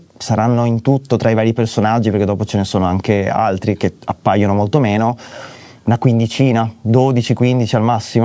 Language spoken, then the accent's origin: Italian; Veneto, Italy; Io sono veneto